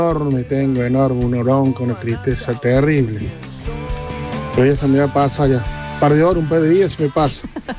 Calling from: Córdoba, Argentina; Nos quiere aumentar el gas a nosotros los cordobeses

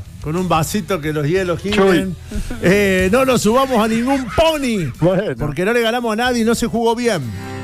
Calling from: Tanti, Córdoba, Argentina; Hola, chicos … de Flor Serrana. Feliz con la victoria de Talleres. Participo por … Flor Serrana es un barrio en Tanti.

